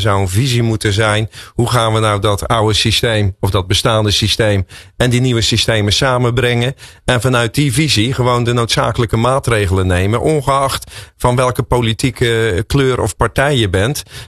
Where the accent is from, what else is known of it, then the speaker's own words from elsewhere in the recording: Zeeland, Netherlands; ik ben een Zeeuw.